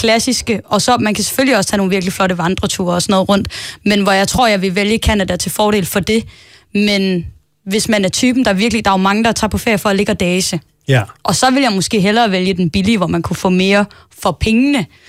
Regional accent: Aarhus, Central Denmark Region, Denmark; Jeg er jo fra Aarhus.

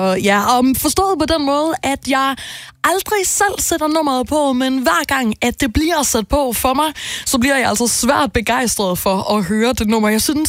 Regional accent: Region of Southern Denmark, Denmark; gang, at jeg hører … så bliver jeg taget fuldstændig tilbage til mit barndomshjem i Sønderjylland og tænker på, hvordan vi stod og dansede ude i det her køkken sammen.

